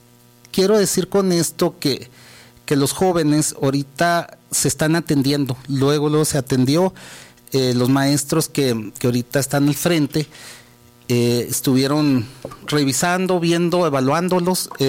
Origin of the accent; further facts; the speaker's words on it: Agua Prieta, Sonora, Mexico; now in Cananea, Mexico; yo soy originario de Agua Prieta